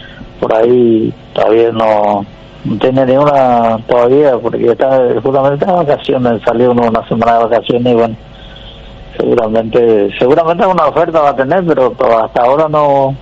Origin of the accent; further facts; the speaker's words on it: Coronel Martínez, Guairá, Paraguay; moved away; Nosotros nacimos en Coronel Martínez.